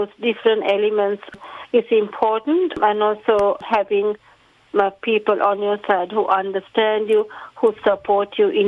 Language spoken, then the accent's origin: English; Sri Lanka; now in Canberra, Australia; Yes, so my background is I'm from Sri Lanka, so I came over 30 plus years ago.